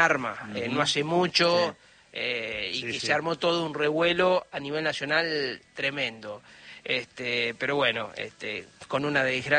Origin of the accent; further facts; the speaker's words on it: Villa Trinidad, Santa Fe, Argentina; yo soy de Villa Trinidad, provincia de Santa Fe.